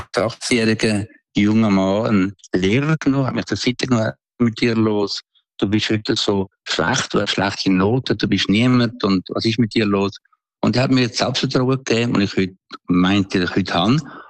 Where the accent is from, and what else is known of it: Aeugst am Albis, Zurich, Switzerland; born or raised there